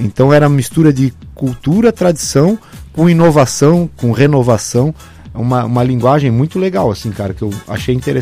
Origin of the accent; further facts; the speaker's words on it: Blumenau, Santa Catarina, Brazil; Eu sou de Blumenau. Terra do Oktoberfest.